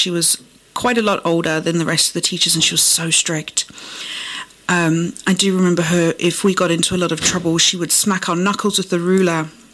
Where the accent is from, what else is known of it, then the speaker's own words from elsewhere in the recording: Ceres, Western Cape, South Africa; born there; So we went to a school in Ceres, which was the nearest big town to our farm. And it was completely Afrikaans rather than mixed.